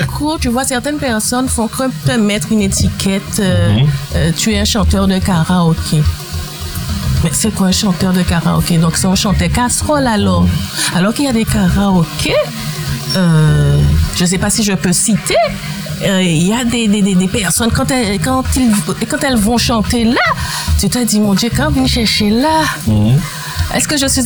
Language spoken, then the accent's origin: French; Basse-Terre, Guadeloupe; born there; Je suis bastérienne de base